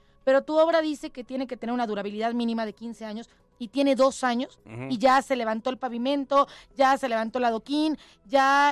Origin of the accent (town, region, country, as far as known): Mexico